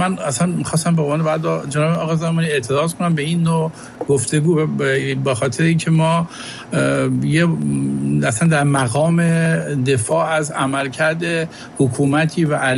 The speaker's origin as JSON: {"language": "Persian", "country": "Iran", "said": "ما ایرانیم، در حکومت ایران هم نیستیم."}